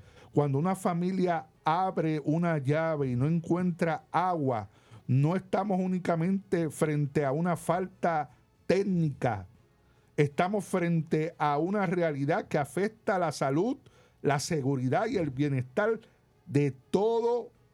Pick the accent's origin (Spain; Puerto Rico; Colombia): Puerto Rico